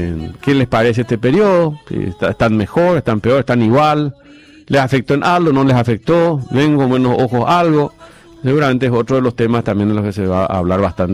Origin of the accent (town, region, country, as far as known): Paraguay